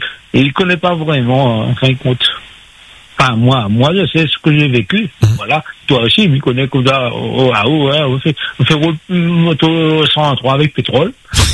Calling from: Réunion; Non, je suis à La Réunion, là.

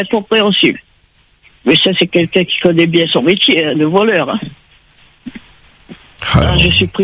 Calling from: Saint-Gilles-les-Bains, Réunion; Je suis à l'Hermitage Léo.

